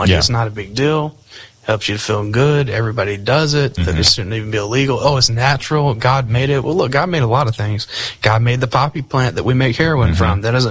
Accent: Montgomery, Alabama, United States; I'm originally from the Montgomery area in Alabama. We would drive up to Atlanta Highway in Montgomery.

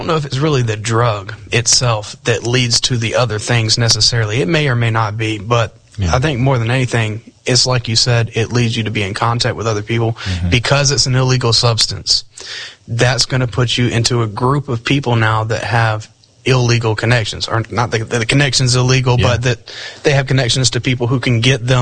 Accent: Montgomery, Alabama, United States; I'm originally from the Montgomery area in Alabama. We would drive up to Atlanta Highway in Montgomery.

